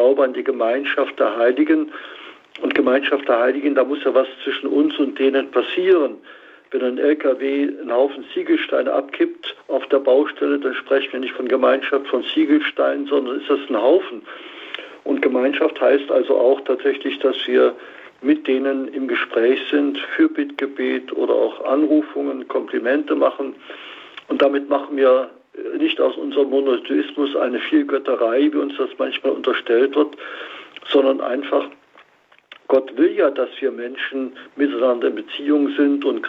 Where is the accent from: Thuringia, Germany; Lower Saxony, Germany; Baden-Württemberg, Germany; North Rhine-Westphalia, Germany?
Thuringia, Germany; Oder in meiner Heimat, im Eichsfeld, im Etzelsbach, gibt es eine Pietà, also wo Maria ihren toten Sohn auf dem Schoß trägt.